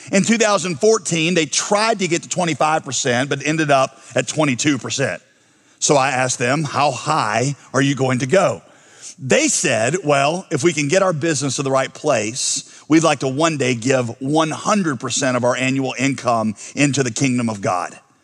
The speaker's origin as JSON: {"language": "English", "country": "United States", "said": "Y'all, listen, I'm an American through and through."}